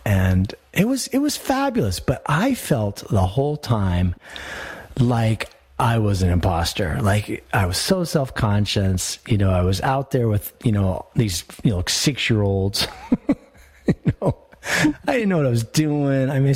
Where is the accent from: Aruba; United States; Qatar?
United States; Colorado; I grew up here in Colorado. My mother was a child of immigrant parents.